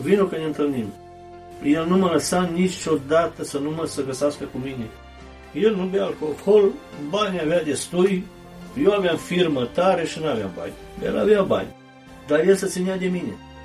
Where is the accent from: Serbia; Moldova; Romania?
Serbia; Kladovo, Southern and Eastern Serbia; now in Vienna, Austria; Vin dintr-o familie creștină, ortodoxă. Așa ni se zice, nimeni nu merge la biserică. Vin din Serbia, unde se vorbește românește, Tladova îi zice, vis-a-vis de turnul Severin.